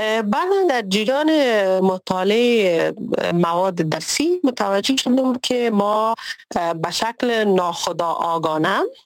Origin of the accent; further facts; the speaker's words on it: Kabul, Afghanistan; از زمانی که تولد شدیم در کابل بزرگ شدیم و در کابل زندگی کردیم